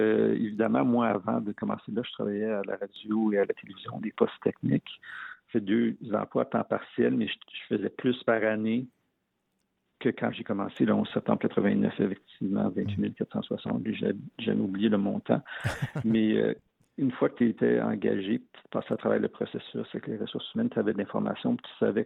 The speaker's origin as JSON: {"language": "French", "town": "Montreal", "region": "Quebec", "country": "Canada", "tie": "born or raised there", "said": "je suis le plus jeune de trois enfants, puis on a grandi à Ville-Saint-Laurent, un petit peu dans le nord-ouest de Montréal, puis où j'ai resté, c'était bilingue. Il y avait autant de francophones que d'anglophones."}